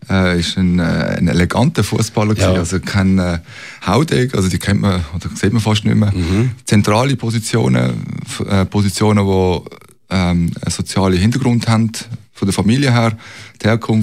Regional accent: Basel, Basel-Stadt, Switzerland; für mich als Basler

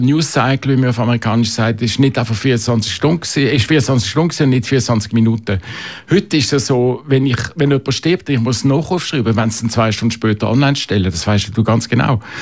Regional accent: Basel, Basel-Stadt, Switzerland; German is a second language; moved away as an adult; also born or lived in Bern; now in Zurich, Switzerland; Ich bin in Bern geboren, in Basel aufgewachsen. Meine Mutter war eine fröhliche Welsche, mein Vater ein gebildeter Protestant. Und wir haben auch Französisch geredet. Ich habe Deutsch in der Schule gelernt, bin in Basel aufgewachsen

